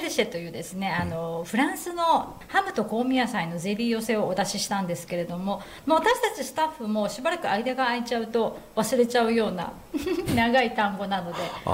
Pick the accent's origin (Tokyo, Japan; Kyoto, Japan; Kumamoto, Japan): Kumamoto, Japan; now in Isahaya, Japan; そうなんですよ、もともと別のところで雲仙市の小浜町っていう温泉街があるんですが、そこでですね私たちあの移住組で熊本から移住してきたんですね。